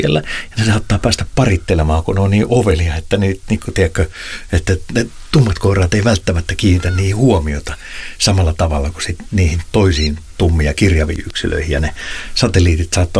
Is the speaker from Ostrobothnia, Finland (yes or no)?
no; Pori, Satakunta, Finland